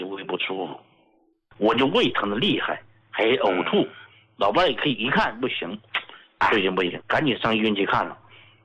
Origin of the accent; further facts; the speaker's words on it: Sichuan, China; accent: Sichuanese; 用我们四川话讲呢，那睡的踏实了